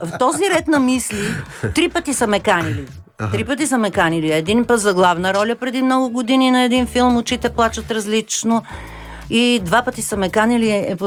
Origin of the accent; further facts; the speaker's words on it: Montana, Montana Province, Bulgaria; Аз съм от Монтана, от Северозапада.